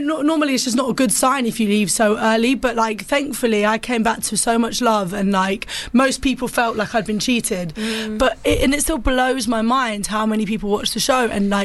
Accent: Cyprus; they tend to know me because it's like the Middle Eastern connection, because I'm from Cyprus, obviously.

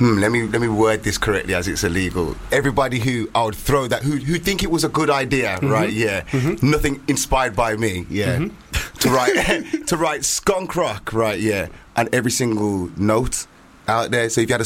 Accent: Jamaica; I'm Jamaican. Go. I don't know if there's any more Jamaicans out there, but my mum didn't let me go camping ever, so I weren't raised on camping.

